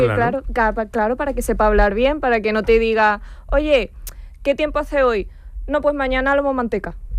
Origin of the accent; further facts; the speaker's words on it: Cádiz, Andalusia, Spain; Sí, yo soy de Cádiz. Mira, pues tengo 23 años.